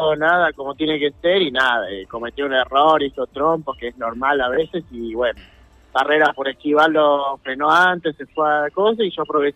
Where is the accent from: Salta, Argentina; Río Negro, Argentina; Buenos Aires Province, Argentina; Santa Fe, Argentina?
Buenos Aires Province, Argentina; Pilar; yo soy de Pilar, Buenos Aires.